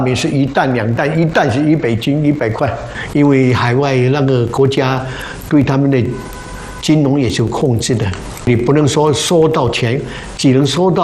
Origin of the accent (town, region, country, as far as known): Quanzhou, Fujian, China; born or raised there